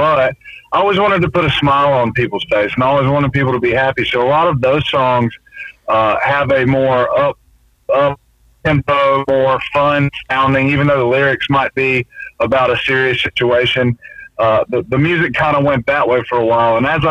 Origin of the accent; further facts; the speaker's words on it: Georgia, United States; moved away as an adult; now in Nashville, United States; I'm not a cowboy. I'm from Georgia. No. I would classify myself as a country boy